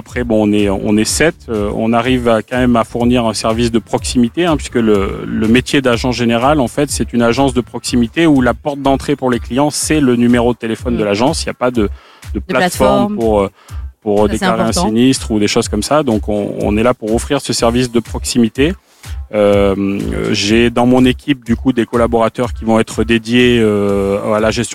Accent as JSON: {"language": "French", "town": "Aurillac", "region": "Auvergne-Rhône-Alpes", "country": "France", "tie": "born or raised there", "said": "Donc, je suis originaire du Cantal. J'ai grandi en plus juste au-dessus."}